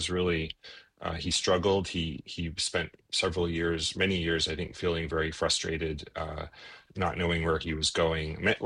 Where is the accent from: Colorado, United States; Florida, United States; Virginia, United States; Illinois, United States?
Colorado, United States; now in New York, United States; Yeah, I'm from Colorado.